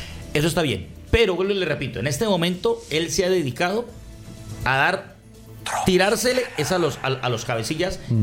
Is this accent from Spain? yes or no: no; Colombia; mi punto de vista como colombiano